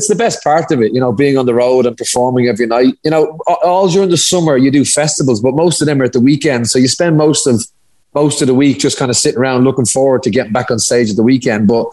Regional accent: Dublin, Leinster, Ireland; we're both from Dublin.

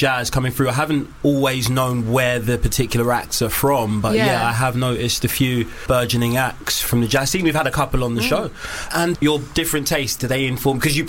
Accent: London, United Kingdom; I'm from Hackney

